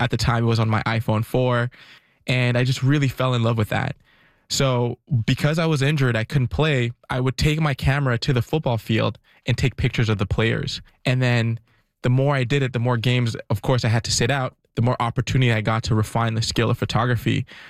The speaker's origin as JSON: {"language": "English", "town": "Ottawa", "region": "Ontario", "country": "Canada", "tie": "born or raised there", "said": "growing up in Richie as well too"}